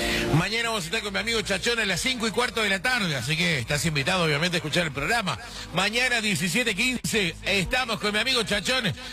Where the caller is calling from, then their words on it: General Pico, La Pampa, Argentina; de General Pico La Pampa.